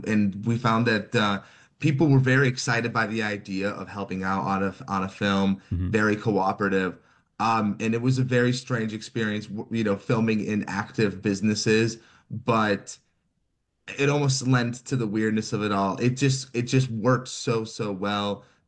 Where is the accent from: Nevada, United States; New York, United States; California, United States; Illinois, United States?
Illinois, United States; Chicago; I'm actually from Chicago, so okay. I brought a little bit of an outsider's perspective to the movie, while my co-director was like the local.